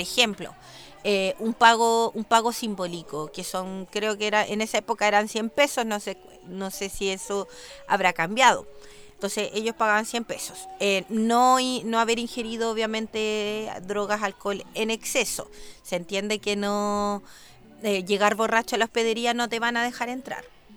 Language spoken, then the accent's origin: Spanish; Concepción, Biobío, Chile; Yo fui voluntaria del Hogar de Cristo en mi ciudad natal, que es Concepción